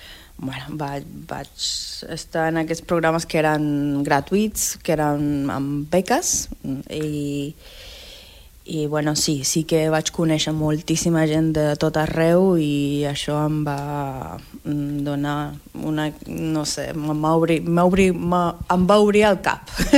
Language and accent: Catalan; Havana, Cuba; Catalan is a second language; moved away as an adult; now in Catalonia, Spain; Soc de La Habana, sí, de la capital.